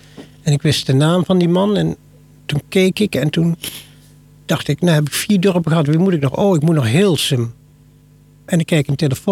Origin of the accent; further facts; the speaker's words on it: Duiven, Gelderland, Netherlands; Ik ben opgegroeid in Duiven bij Arnhem in Gelderland. Een lieflijk dorpje, maar dat werd een Finex-wijk.